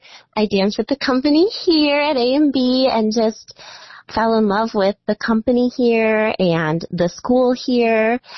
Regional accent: Illinois, United States; moved away as an adult; also born or lived in Kansas City; Sure. Well, I grew up in the Chicago suburbs, and I started my serious dance training at Judith Follander School of Ballet.

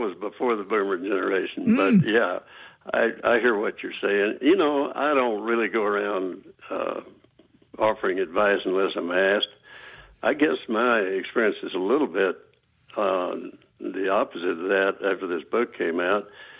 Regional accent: Texas, United States; I was raised out in West Texas outside the hill country.

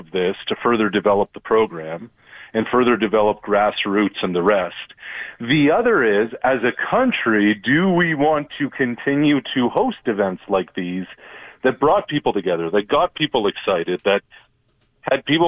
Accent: Truro, Nova Scotia, Canada; moved away; Turo, Nova Scotia, my hometown.

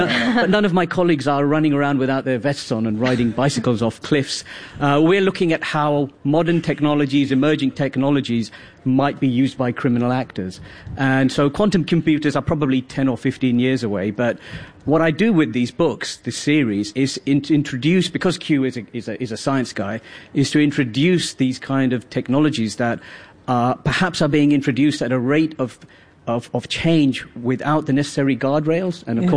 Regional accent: United Kingdom; because I myself, as a British Asian, who grew up watching James Bond, with my dad in particular.

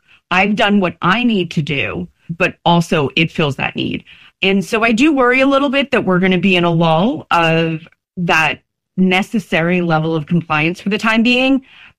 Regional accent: New Jersey, United States; And as they used to say, where I grew up in New Jersey, we know where the bodies are buried.

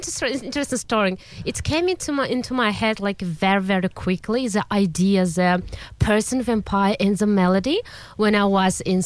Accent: Kazakhstan; English is a second language; moved away as an adult; now in Sydney, Australia; growing up in Kazakhstan gave me a deep appreciation for emotional melodies and storytelling. Our culture has a beautiful traditional music

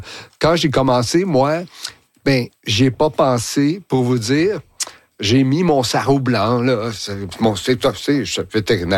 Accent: Sainte-Adèle, Quebec, Canada; tu sais, pour moi, je viens de Sainte-Adèle

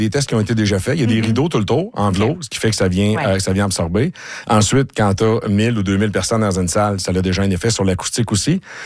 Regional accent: Saint-Alexis-des-Monts, Quebec, Canada; Je viens de Saint-Alexis-des-Monts.

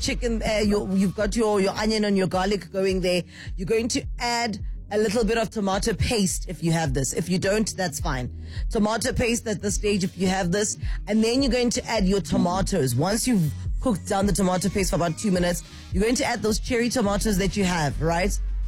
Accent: Soweto, Gauteng, South Africa; I'm from Naledi

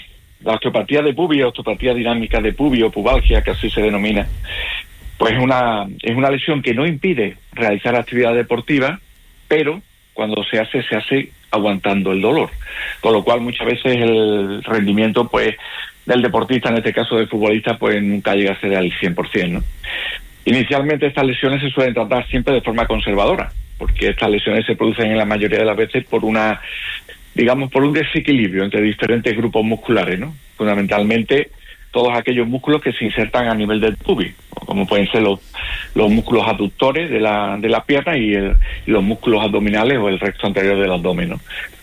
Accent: Paradas, Andalusia, Spain; yo no soy de Aral, soy de Paradas, pero bueno, tengo mi centro médico allí en el Aral

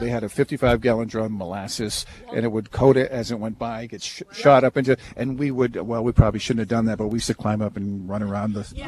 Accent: Coventry, Rhode Island, United States; when I was a kid growing up in Coventry, Rhode Island, we lived on Luba Road, and we had 8 acres of land

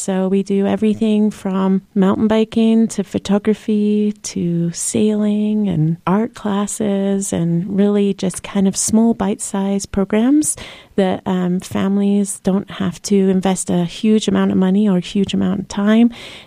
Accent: Wales, United Kingdom; Yeah, so I grew up in Wales, which sometimes you can hear my accent, sometimes you can't.

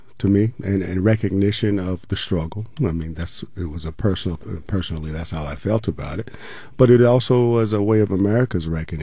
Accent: Anchorage, Alaska, United States; now in Sacramento, United States; I grew up in Anchorage, Alaska.

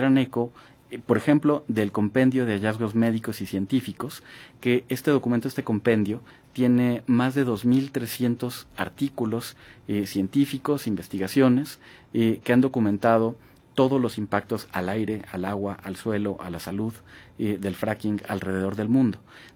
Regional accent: Mexico; Imaginemos que cada mexicano, de los más de 120 millones que somos, cada mexicano tuviera que poner una pipa y media de 10.000 litros cada

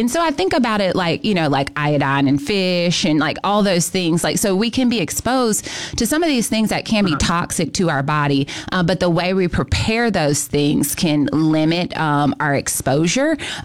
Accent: Alabama, United States; now in Jackson, United States; I thought I would be returning to Alabama and being back with my family, but I am married to a Jacksonian.

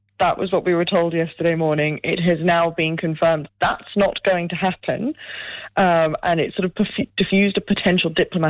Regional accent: United Kingdom; now in Australia; When I came here on the working holiday visa, I also didn't have to do regional work because I'm British.

